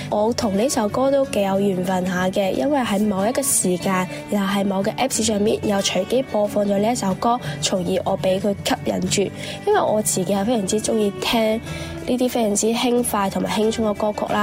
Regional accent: Macau; Hello， 大家好，

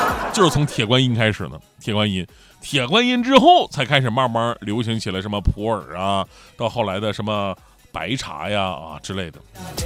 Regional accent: Changchun, Jilin, China; moved away; 我们老家吉林长春那边的香瓜

